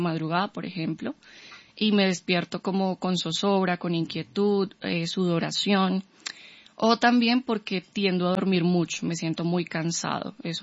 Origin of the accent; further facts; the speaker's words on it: Bogotá, Colombia; nosotros como bogotanos o como colombianos